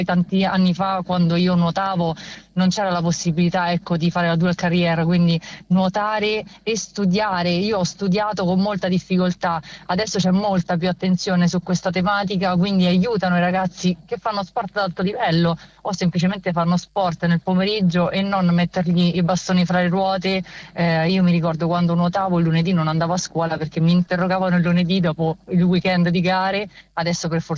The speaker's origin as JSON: {"language": "Italian", "town": "Rome", "region": "Lazio", "country": "Italy", "tie": "born or raised there", "said": "ho avuto il piacere di tornare da dove sono nata e cresciuta nel Foro Italico di Roma"}